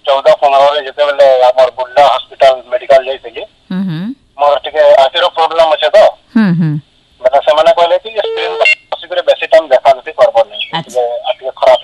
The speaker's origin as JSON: {"language": "Odia", "town": "Kendughati", "region": "Odisha", "country": "India", "said": "ଆମର ଗାଁ ହଉଛି କେନ୍ଦୁ ଘାଟି"}